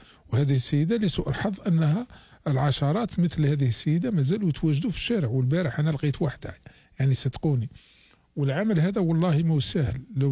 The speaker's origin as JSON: {"language": "Arabic", "country": "Algeria", "said": "وحنا جزائريين"}